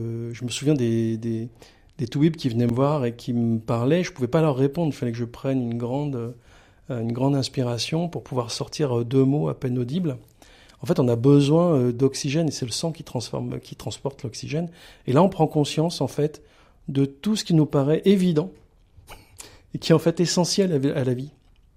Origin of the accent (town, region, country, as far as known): Draveil, Île-de-France, France; born there